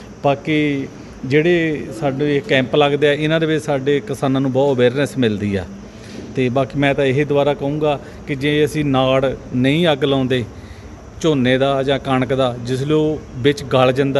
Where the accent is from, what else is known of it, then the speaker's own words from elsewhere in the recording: Lutera Kalan, Punjab, India; ਮੇਰਾ ਪਿੰਡ ਲੁਟੇਰਾ ਕਲਾਂ।